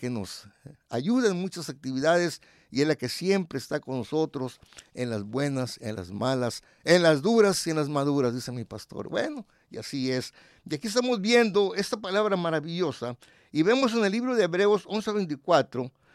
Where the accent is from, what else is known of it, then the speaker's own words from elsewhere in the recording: Xicoténcatl, Tamaulipas, Mexico; Yo recuerdo en mi juventud, allá en mi pueblo, en Jicotenca, Tamaulipas